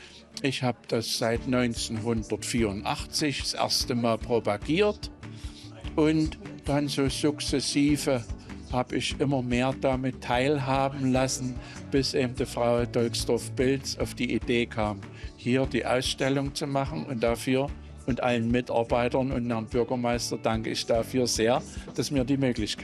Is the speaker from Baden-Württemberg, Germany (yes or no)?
no; Seiffen, Saxony, Germany; Ja, also ich stamme aus Seifen. Mein Vater war der letzte Spielwarenverleger in Seifen.